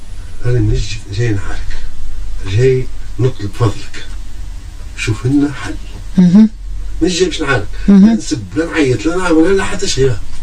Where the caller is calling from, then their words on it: Tunisia; تعرف حومتنا برج الراس.